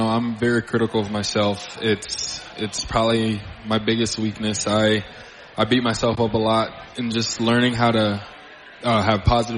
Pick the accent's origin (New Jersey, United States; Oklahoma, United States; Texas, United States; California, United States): Texas, United States; Dallas; I'm from Dallas, Texas